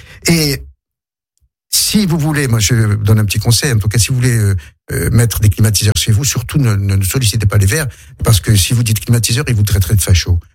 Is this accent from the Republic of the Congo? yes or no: no; Algeria; now in France; Moi, quand je suis arrivé d'Algérie dans les années 70 en France, j'étais très heureux de découvrir les quatre saisons.